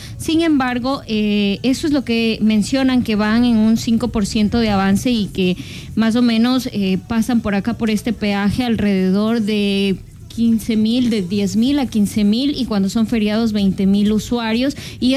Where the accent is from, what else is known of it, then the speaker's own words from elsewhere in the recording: Quito, Pichincha, Ecuador; now in Santo Domingo, Ecuador; yo soy quiteña.